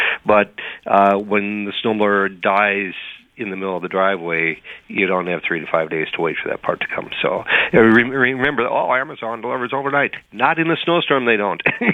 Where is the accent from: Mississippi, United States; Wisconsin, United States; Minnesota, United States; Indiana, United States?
Minnesota, United States; growing up in Minnesota